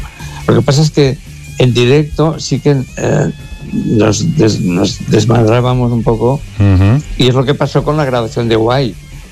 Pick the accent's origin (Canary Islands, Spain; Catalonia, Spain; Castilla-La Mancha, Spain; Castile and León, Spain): Catalonia, Spain; Bueno, como los catalanes siempre hemos sido un pueblo derrotado.